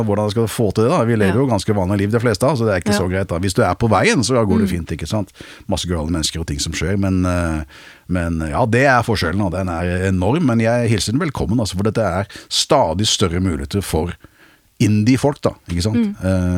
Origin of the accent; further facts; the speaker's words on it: Nesodden, Akershus, Norway; jeg vokste opp på Nesodden, da, det derfor jeg sier inn I Oslobyen.